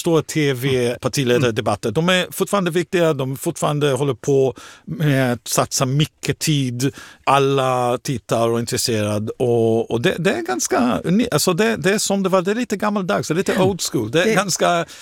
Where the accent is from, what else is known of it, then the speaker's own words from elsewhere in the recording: Israel; now in Sweden; I Israel till exempel, i mitt hemland